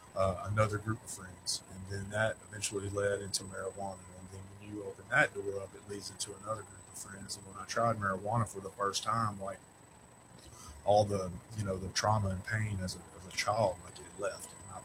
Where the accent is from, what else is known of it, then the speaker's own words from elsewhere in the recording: Fordyce, Arkansas, United States; So I was raised in South Arkansas, a little town called Fordyce. Go Red Bugs. So if anybody from Fordyce happens to be listening to this, I'm rooting for y'all this year.